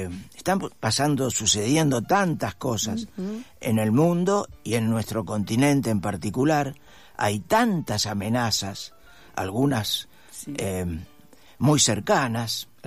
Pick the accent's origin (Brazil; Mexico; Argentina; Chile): Argentina